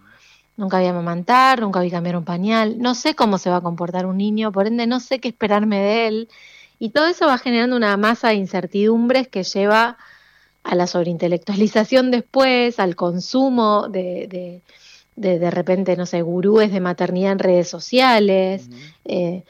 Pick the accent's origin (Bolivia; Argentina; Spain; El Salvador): Argentina; Rojas, Buenos Aires Province; moved away; yo vengo de una zona relativamente rural, me crié en Rojas, provincia de Buenos Aires, y mis abuelos venían del campo